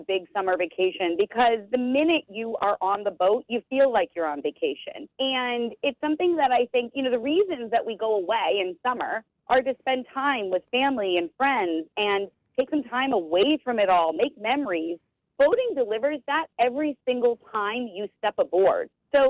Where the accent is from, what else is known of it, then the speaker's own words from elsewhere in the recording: Buffalo, New York, United States; I grew up on the Great Lakes in Buffalo, actually.